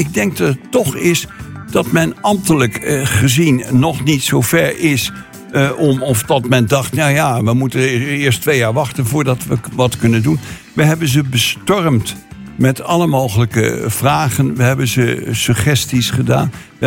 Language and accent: Dutch; Leiden, South Holland, Netherlands; moved away as an adult; now in Oegstgeest, Netherlands; Ik woon al bijna 84 jaar in Leiden. Ik ben echt een Leidenaar, al woon ik al 50 jaar in Oegstgeest.